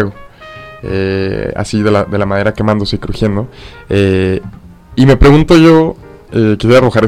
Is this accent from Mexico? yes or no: yes; Mexico; como mexicanos, nuestro país